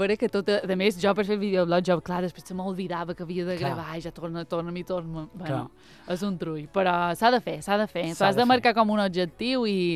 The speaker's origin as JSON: {"language": "Catalan", "town": "Petra", "region": "Balearic Islands", "country": "Spain", "said": "Mira que sóc de Petra i la verbena de Petra és bona."}